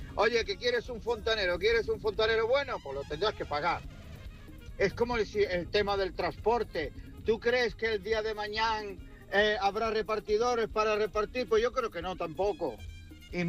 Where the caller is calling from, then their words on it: Cádiz, Andalusia, Spain; de Cádiz.